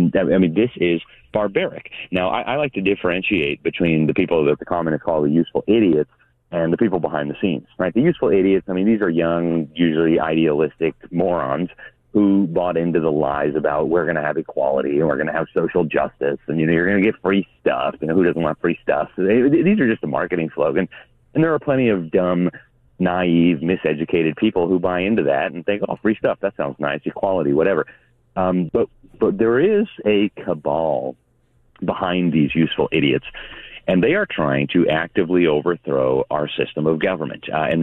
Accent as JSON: {"language": "English", "town": "Miami", "region": "Florida", "country": "United States", "said": "I come from Miami"}